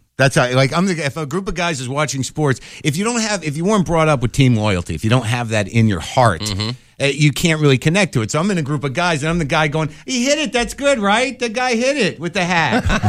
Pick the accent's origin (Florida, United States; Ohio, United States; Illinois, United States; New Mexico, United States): New Mexico, United States; Albuquerque; also born or lived in Boston; No, I grew up primarily in Albuquerque, New Mexico, actually.